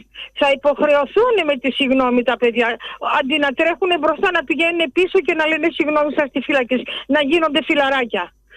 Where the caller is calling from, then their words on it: Athens, Attica, Greece; Εγώ κατεβαίνω στο Σύνταγμα, είμαι Αθηναία.